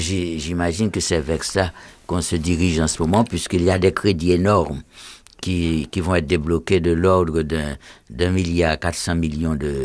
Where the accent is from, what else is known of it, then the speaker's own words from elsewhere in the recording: Haiti; moved away; j'étais resté près de 45 ans sans y retourner. Dans ma ville natale, ça faisait 60 ans, n'est-ce pas? Je suis rentré. Et je n'ai pas trouvé un seul repère de mon enfance, de ma jeunesse.